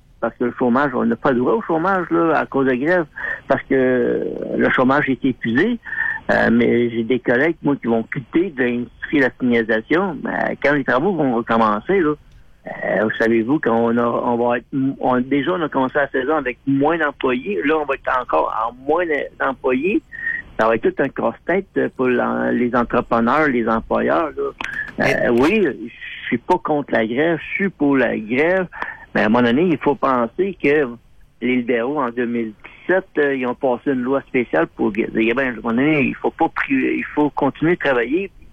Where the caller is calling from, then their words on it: Longueuil, Quebec, Canada; m'en retourne vivre chez nous à Longueuil.